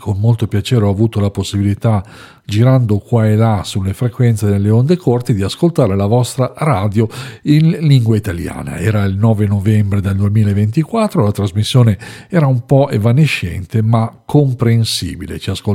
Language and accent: Italian; Tende, Provence-Alpes-Côte d'Azur, France; in un piccolo paese francese molto vicino al confine con il Piemonte. Del resto dovete sapere che il mio paese, che si chiama Tenda in italiano